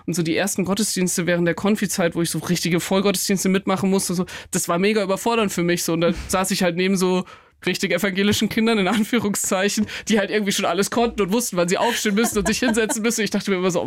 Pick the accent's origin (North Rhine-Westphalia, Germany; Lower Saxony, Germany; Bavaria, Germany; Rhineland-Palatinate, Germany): Bavaria, Germany; Nittenau; Ich meine, ich bin in Nittenau aufgewachsen. Es ist wirklich mitten im Bayerischen Wald, also in der Oberpfalz.